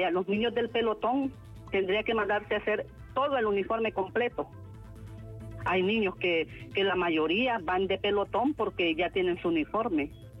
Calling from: Honduras; Soy de la Colonia Canadá

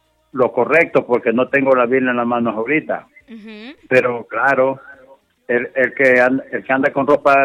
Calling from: Tegucigalpa, Francisco Morazán, Honduras; Aquí estamos en Tegucigalpa.

